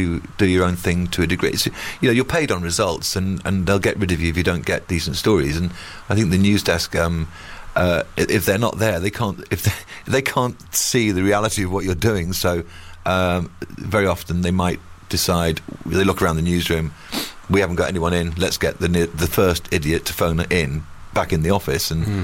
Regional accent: United Kingdom; all that Celtic music they played as well kind of got to me as a Brit.

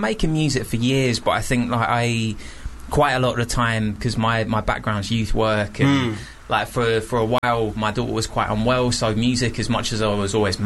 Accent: Bristol, South West England, United Kingdom; Bristol. Yeah.

